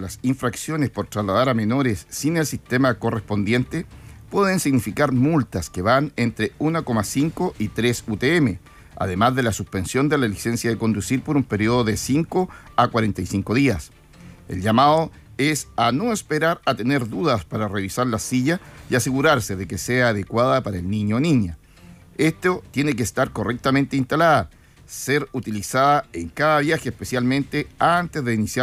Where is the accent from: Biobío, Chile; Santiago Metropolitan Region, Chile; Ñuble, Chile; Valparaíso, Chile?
Ñuble, Chile; Chillán; Bueno, es como somos nomás los chilenos y por supuesto los chilanejos.